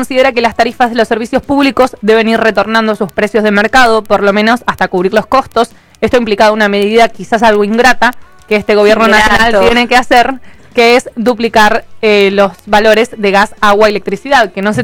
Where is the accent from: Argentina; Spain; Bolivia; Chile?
Argentina; nos unimos como vecinos y como argentinos